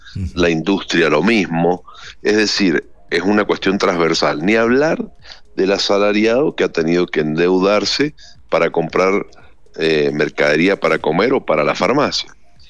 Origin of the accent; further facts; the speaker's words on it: Mendoza, Argentina; lo digo como mendocino, ¿no? Esto, en Mendoza, este esquema realmente nos pega muy mal.